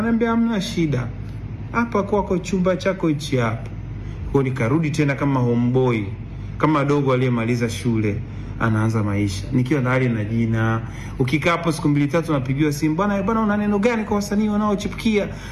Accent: Dar es Salaam, Tanzania; Nimetoka nikaenda Vingunguti nyumbani.

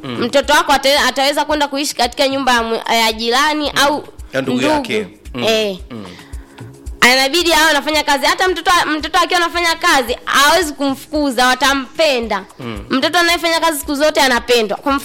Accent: Kilogota, Tanzania; Natokea kata ya Kilogota.

